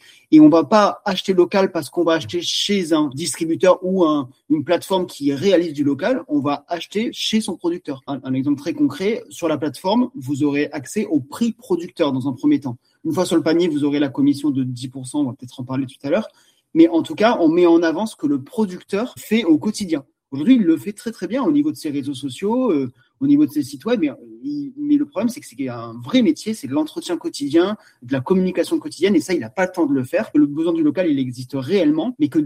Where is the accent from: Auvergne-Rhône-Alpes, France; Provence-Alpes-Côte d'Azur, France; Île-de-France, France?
Provence-Alpes-Côte d'Azur, France; Nous, on est originaire des Hautes-Alpes et c'est vrai qu'on a toujours été habitués à bien manger